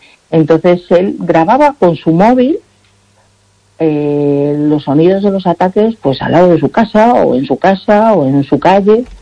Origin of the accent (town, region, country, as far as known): Galicia, Spain; born or raised there